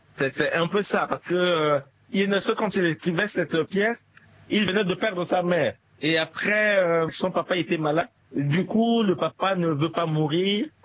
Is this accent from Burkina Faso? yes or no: no; Central African Republic; nous venons de la République centrafricaine.